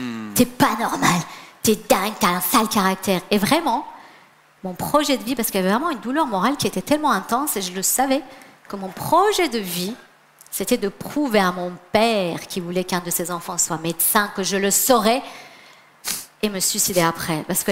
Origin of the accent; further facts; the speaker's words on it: Iran; moved away; moi, je suis iranienne, d'où mon prénom d'ailleurs. Et donc j'ai connu cette période en Iran de la guerre, de la disette, des bombardements